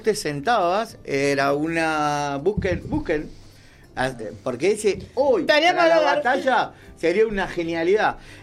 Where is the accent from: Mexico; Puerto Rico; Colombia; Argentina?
Argentina; Villa Bosch, Buenos Aires Province; moved away as an adult; now in San Telmo, Argentina; Sí, yo soy de Villa Bosch.